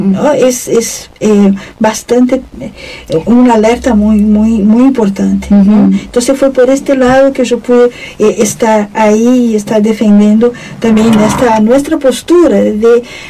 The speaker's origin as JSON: {"language": "Spanish", "country": "Brazil", "second_language": "Spanish", "moved": "yes", "lives_now": "Uruguay", "said": "el hecho de que soy brasileña"}